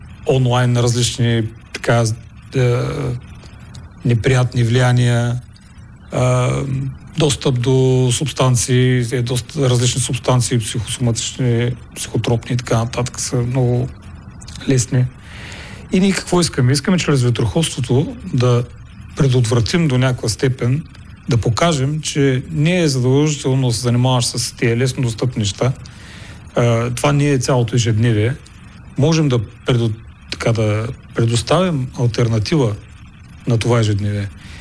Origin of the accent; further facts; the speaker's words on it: Burgas, Burgas Province, Bulgaria; аз съм бургазлия, много са гордея с това